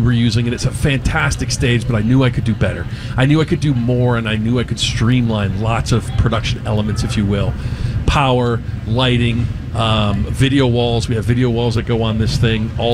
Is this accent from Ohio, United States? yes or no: yes; Cleveland, Ohio, United States; moved away; I grew up in Cleveland, Lake Erie area